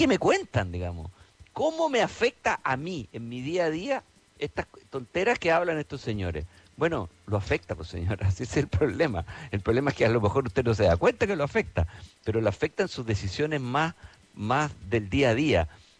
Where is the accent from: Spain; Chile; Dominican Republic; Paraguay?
Chile; No, y siendo nosotros los chilenos un país tan abierto, nos pega por todos lados